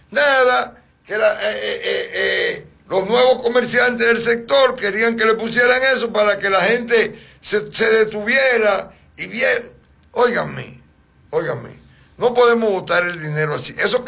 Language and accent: Spanish; Dominican Republic; esos somos nosotros los dominicanos.